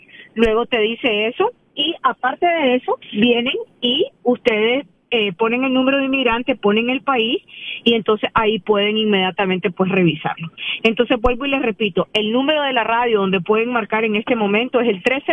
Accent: Nicaragua; moved away; yo soy nicaragüense

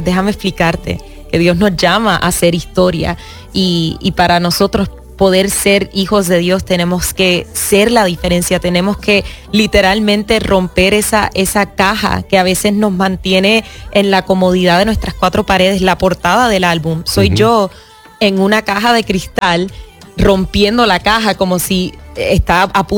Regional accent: Puerto Rico; also born or lived in Miami; now in Los Angeles, United States; porque yo crecí en Puerto Rico, exacto.

